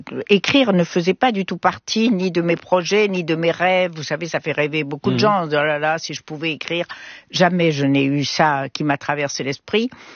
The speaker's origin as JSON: {"language": "French", "country": "Morocco", "said": "En plus, en tant que bonne Marocaine, j'avais peur des chiens."}